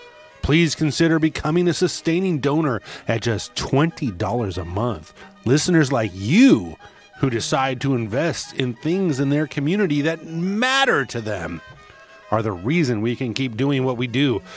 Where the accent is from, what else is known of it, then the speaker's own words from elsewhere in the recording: United States; I'm from America.